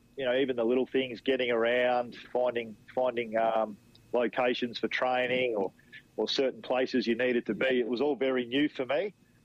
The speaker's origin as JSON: {"language": "English", "town": "Northampton", "region": "Western Australia", "country": "Australia", "tie": "born or raised there", "also_born_or_lived": "Geraldton", "moved": "as an adult", "said": "growing up in Northampton"}